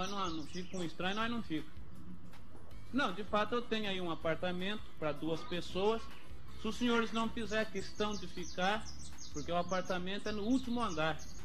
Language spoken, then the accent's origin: Portuguese; Minas Gerais, Brazil; Eu sou mineiro. Quem quiser ver um mineiro correr, só soltar um queijo morro abaixo.